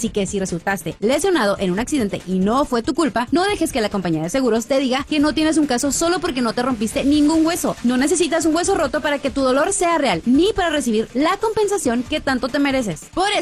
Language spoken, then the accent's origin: Spanish; Baja California, Mexico; familia, soy Cachanilla